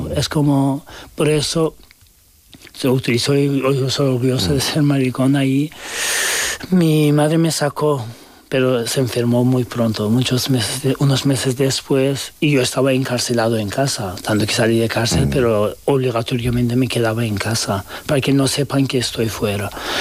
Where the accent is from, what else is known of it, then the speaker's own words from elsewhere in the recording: Turkey; now in Spain; soy turco y podía pasar más sí. fácil que los otros muchos, pero de igual forma molestaban mucho y querían deportarme a Irán. Que una persona de repente como un ángel llevó y me ayudó a venir a España.